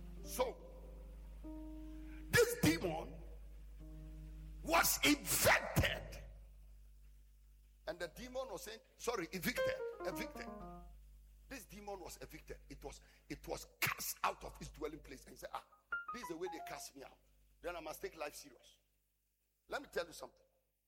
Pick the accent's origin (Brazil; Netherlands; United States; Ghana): Ghana; Upper East; When you say, I come from Upper East region, or I'm going to Upper East region, they say, hey! Who cover them?